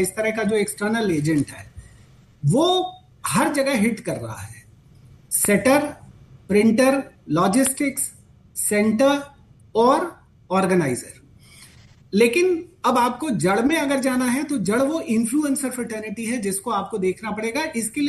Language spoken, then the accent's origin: Hindi; Uttar Pradesh, India; मैं तो उत्तर प्रदेश से आता हूं